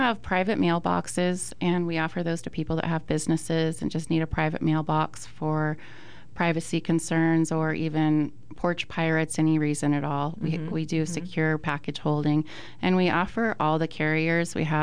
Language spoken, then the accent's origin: English; Washington, United States; now in Arizona, United States; So I'm a native from Washington State, but I moved to Arizona in 2019.